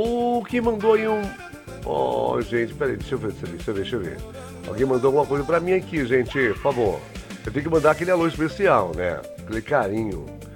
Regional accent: Salvador, Bahia, Brazil; Eu sou de Salvador, Bahia, Brasil, viu?

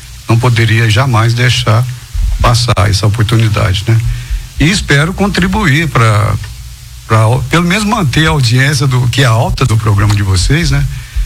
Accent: Goiânia, Goiás, Brazil; eu sou goiano do pé rachado, como falam, né? Eu nasci aqui na capital de Goiânia e meus pais migraram para Goiânia, né? Na década de 50, meu pai e minha mãe, e com a família de meus avós

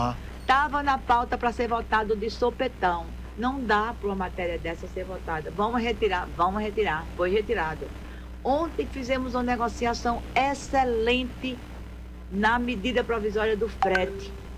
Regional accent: Pernambuco, Brazil

